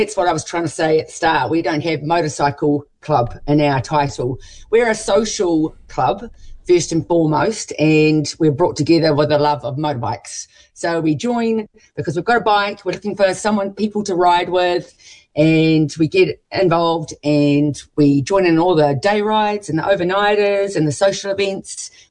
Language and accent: English; Taranaki, New Zealand; I'm from Taranaki, and there was a Telemachus for younger people group running here.